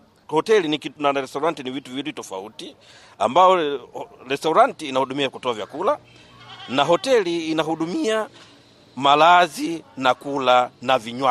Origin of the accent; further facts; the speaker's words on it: Mueda, Cabo Delgado, Mozambique; Mimi ni mzaliwa wa Mueda, manispaa hii ya Mueda. Nipo tangu utoto wangu nimefanyia kazi hapa Mueda.